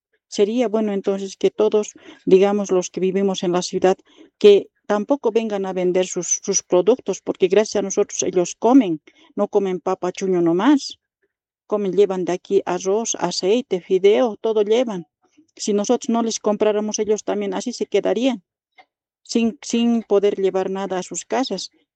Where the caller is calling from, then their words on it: La Paz, Bolivia; Somos La Paz, somos hermanos, somos bolivianos, no somos chilenos, no somos de otro país.